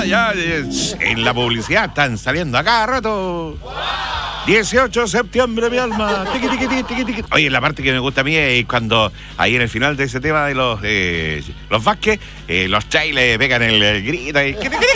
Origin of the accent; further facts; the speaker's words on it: Quirihue, Ñuble, Chile; Si yo lo viví, obviamente, en el campo mío allá en Quirihue. Seguro si yo soy de Quirihue. De Quirihue he venido con mis dichos y decires